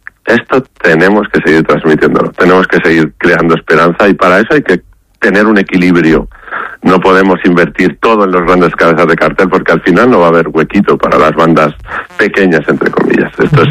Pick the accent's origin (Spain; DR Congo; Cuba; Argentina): Spain; Aranda de Duero, Castile and León; Y Aranda a veces se enfadan cuando dicen que es mi pueblo.